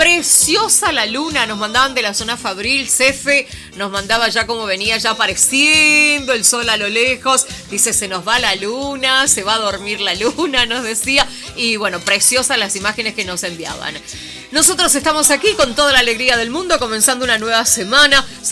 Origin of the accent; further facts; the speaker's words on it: Argentina; los que llevamos la peor parte somos los argentinos.